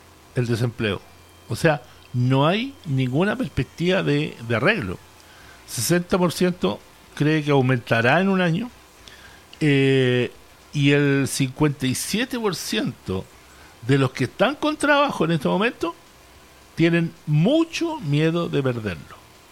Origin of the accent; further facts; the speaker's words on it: Chile; somos chilenos